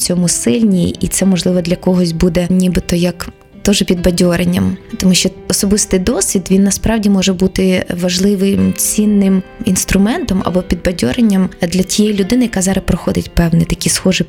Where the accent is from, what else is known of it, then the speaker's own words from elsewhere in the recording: Rovenky, Luhansk Oblast, Ukraine; born there; я народилась в Луганській області, місто Ровеньки. Раніше була Ворошиловоградська область.